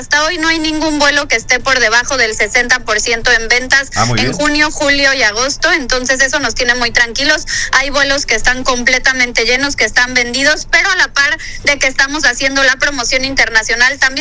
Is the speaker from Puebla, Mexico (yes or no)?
yes; Puebla, Mexico; nosotros como poblanos